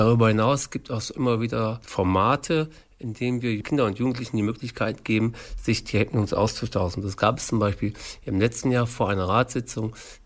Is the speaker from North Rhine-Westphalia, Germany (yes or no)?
yes; Grefrath, North Rhine-Westphalia, Germany; ich bin 49 Jahre alt, ich bin gebürtiger Grefrather. Das heißt, schon meine Großeltern wurden hier geboren